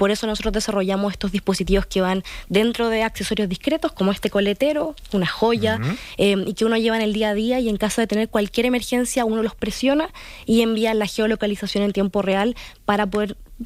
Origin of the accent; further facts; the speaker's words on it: Santiago, Santiago Metropolitan, Chile; Nosotros, yo soy de Santiago, y vivimos quizás una similitud en cuanto a cómo la población se relaciona entre sí